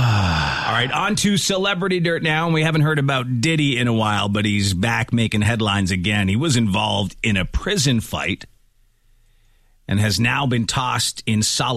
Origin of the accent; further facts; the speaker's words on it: Uruguay; from Uruguay.